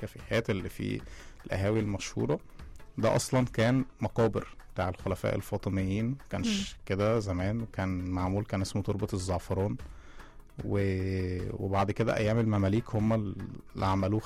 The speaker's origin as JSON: {"language": "Arabic", "country": "Egypt", "said": "الاماكن الاثرية والقديمة اللي عندنا في مصر"}